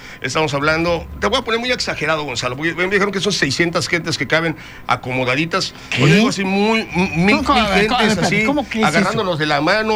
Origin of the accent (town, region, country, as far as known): Mexico